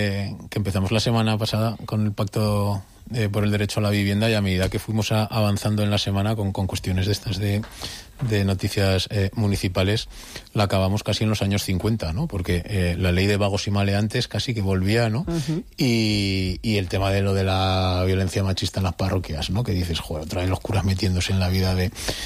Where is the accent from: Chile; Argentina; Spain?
Spain; cuando yo era crío, que yo soy de las Delicias, antes de que existiera el parque